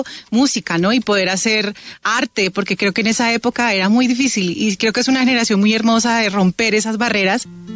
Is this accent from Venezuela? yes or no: no; Colombia; born there; Y decidió volverse a Colombia porque le dio así como una nostalgia de Colombia, entonces yo nací en Colombia.